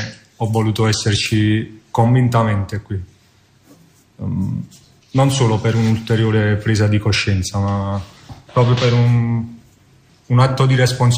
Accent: Naples, Campania, Italy; sono di Napoli, ho 32 anni

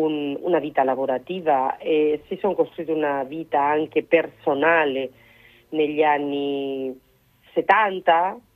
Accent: Spain; io sono spagnola

